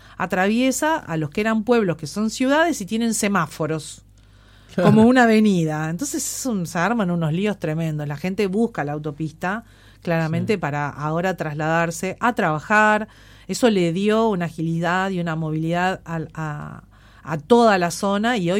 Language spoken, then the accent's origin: Spanish; Capitán Bermúdez, Santa Fe, Argentina; yo me crié en Capitán Bermúdez, está al lado de Rosario. Eso es como si fuese un barrio de Rosario